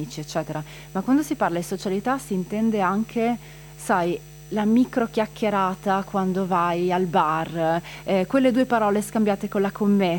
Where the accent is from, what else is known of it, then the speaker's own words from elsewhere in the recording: Friuli-Venezia Giulia, Italy; Ma noi siamo un po' strani perché siamo in Venezia Giulia, ma sì, siamo anche friulani.